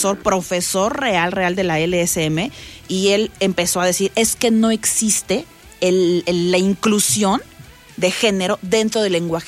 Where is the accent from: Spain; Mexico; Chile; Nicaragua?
Mexico; Desde ahí como, deja, ya como mexicano, ya deja, ya como humano estás fallando.